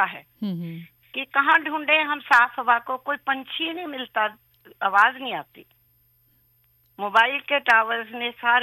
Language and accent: Hindi; Chandigarh, India; मैं चंडीगढ़ की रहने वाली हूँ, हमारे घरों में कभी कोई बेड़े धोता ही नहीं था, झाड़ू दिया साफ हो गए।